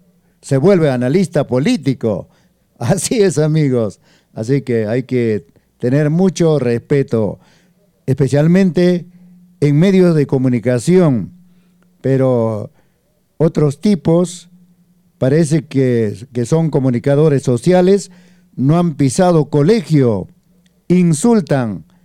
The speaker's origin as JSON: {"language": "Spanish", "country": "Peru", "said": "al final todos seguimos siendo peruanos"}